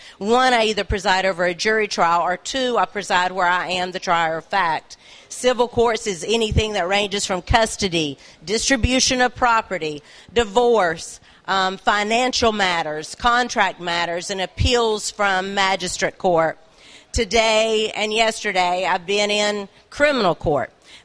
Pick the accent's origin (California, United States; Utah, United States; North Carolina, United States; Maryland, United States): North Carolina, United States; Dobson; I grew up in Dobson, went to Dobson Elementary, graduated Surrey Central High School.